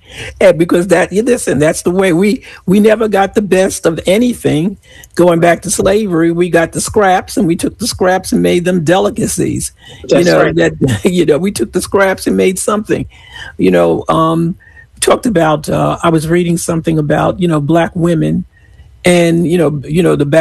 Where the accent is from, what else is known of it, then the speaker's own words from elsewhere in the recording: New York, United States; moved away; I hail from New York